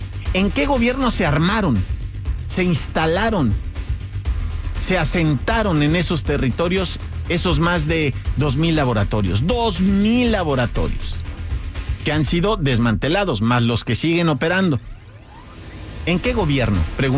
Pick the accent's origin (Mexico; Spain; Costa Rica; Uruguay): Mexico; Como mexicano, se los digo